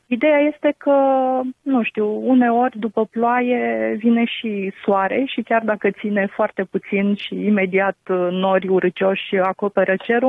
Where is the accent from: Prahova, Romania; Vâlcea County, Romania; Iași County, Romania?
Iași County, Romania; Iași; moved away as an adult; now in Brussels, Belgium; m-am rupt de Iașul meu, de orașul natal și m-am stabilit împreună cu familia aici la Bruxelles.